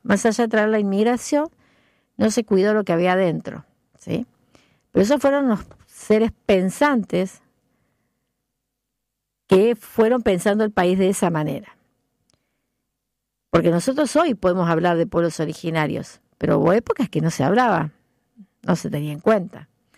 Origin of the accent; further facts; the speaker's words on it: Argentina; nosotros, que somos argentinos, ¿sí? Que tenemos diferentes orígenes